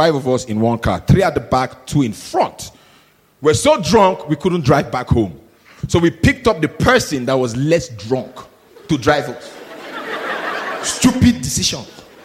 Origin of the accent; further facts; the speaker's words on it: Nigeria; so I'm Nigerian.